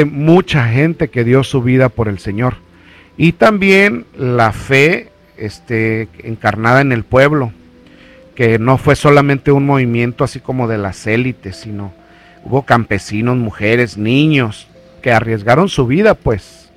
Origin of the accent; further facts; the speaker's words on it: Zamora, Michoacán, Mexico; Allí en mi, de donde yo soy, donde yo crecí, uh-huh, hay un santuario que es muy reconocido a nivel nacional, uh-huh, el santuario de Guadalupe en, uh-huh, Zamora.